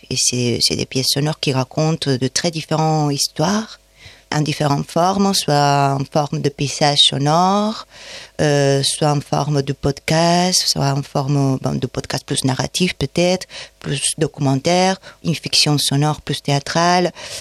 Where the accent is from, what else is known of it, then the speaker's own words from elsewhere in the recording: Valencia, Valencian Community, Spain; French is a second language; now in France; Donc, en Espagne, je viens de Valencia, et en Espagne, j'ai organisé ça avec une amie